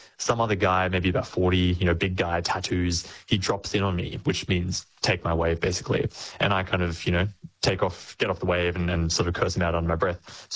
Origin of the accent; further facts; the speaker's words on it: Byron Bay, New South Wales, Australia; So I grew up in Byron Bay, surfing every day before school, pretty much just a massive, huge part of my life growing up.